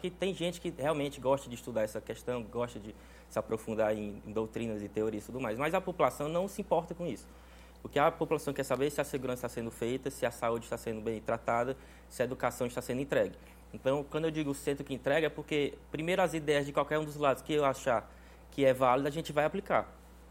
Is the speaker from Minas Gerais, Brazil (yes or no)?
no; Crateús, Ceará, Brazil; moved away as an adult; Eu sou de Crateús, uma cidade que eu amo muito